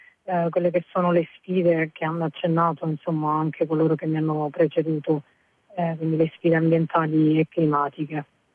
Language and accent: Italian; Calabria, Italy; moved away as an adult; also born or lived in Milan; è la mia terra, la Calabria